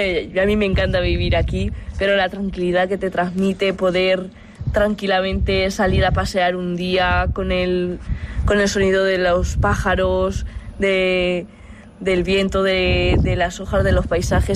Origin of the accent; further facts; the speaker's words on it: Enguídanos, Castilla-La Mancha, Spain; nada, pues soy de aquí de Enguídanos. Tengo 25 años, así que llevo toda mi vida viviendo aquí.